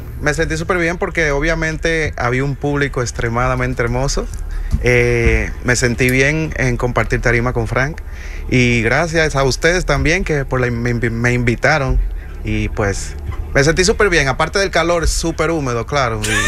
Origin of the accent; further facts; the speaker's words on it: La Vega, Dominican Republic; moved away; also born or lived in Arizona; Nací en República Dominicana. Me crié en La Vega.